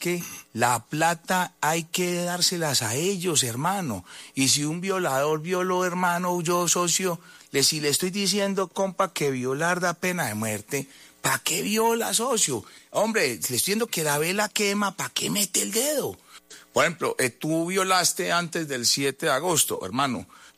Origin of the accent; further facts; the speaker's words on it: Colombia; nuestro país es 35 veces más violento que Estados Unidos